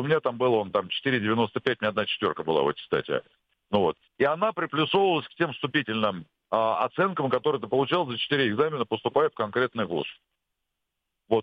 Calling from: Moscow, Russia

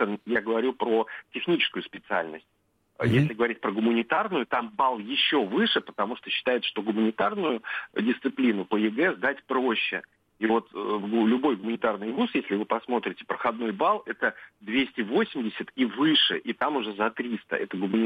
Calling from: Nizhny Novgorod, Nizhny Novgorod Oblast, Russia; Мы сами из Нижнего Новгорода, из Нижегородской области.

